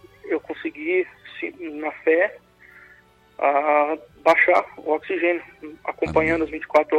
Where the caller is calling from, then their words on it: Fazenda Rio Grande, Paraná, Brazil; Fazenda Rio Grande, região metropolitana de Curitiba.